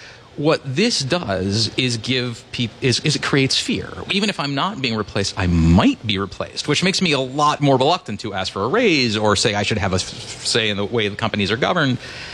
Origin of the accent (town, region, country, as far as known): Rockville, Maryland, United States; born or raised there